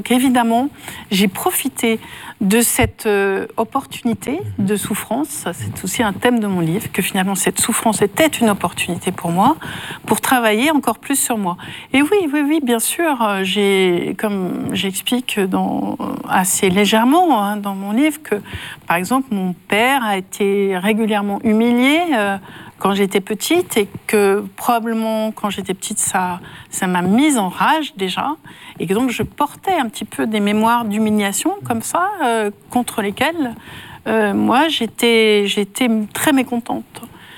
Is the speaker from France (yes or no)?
yes; Nancy, Grand Est, France; Et puis toute cette société bourgeoise qui, à Nancy, ma ville natale, qui prétendait être catholique